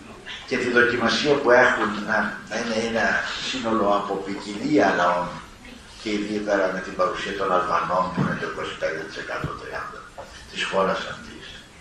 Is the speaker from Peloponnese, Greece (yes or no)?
yes; Peloponnese, Greece; moved away; όπως λένε στην πατρίδα μου, την Πελοπόννησο